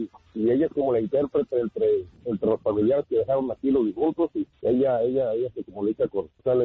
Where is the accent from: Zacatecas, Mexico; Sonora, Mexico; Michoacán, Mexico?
Michoacán, Mexico; Soy michoacano.